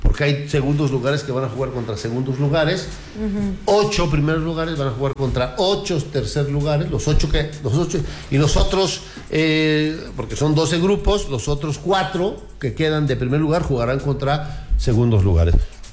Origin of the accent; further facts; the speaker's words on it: Cuernavaca, Morelos, Mexico; Yo soy del pueblo de Chapultepec